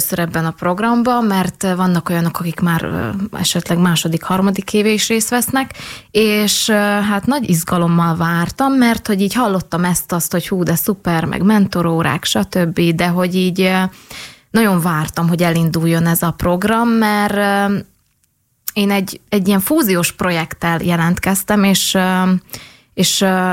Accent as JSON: {"language": "Hungarian", "region": "Transylvania", "country": "Romania", "also_born_or_lived": "Hungary", "said": "Én erdélyi vagyok, és igazából én így beleszülettem ebbe a népzenei világba, vagy hogy én így először így otthoni környezetbe kezdtem el így népdalokat tanulni, és Magyarországra jártam általános iskolába"}